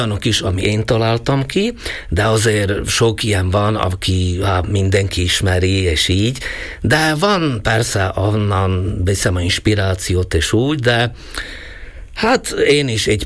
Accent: Slovakia; Hát, mert én a szlovák-magyar vagyok

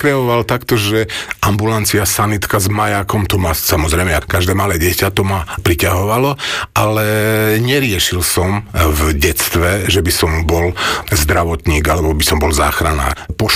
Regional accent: eastern Slovakia, Slovakia; accent: eastern Slovak; moved away; som z východu, to možno počuť aj na prízvuku, ktorý sa snažím zakryť, ale je počuť.

